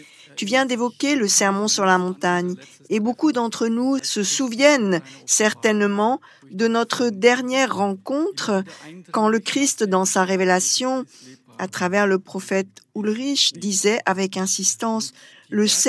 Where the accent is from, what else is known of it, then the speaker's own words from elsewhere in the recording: Brazil; moved away; Je suis originaire du Brésil et j'ai également le bonheur de travailler comme agriculteur dans la communauté des chrétiens des origines.